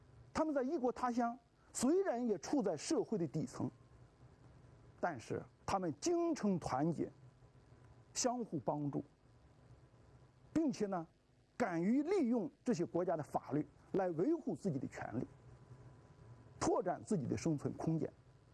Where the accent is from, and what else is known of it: China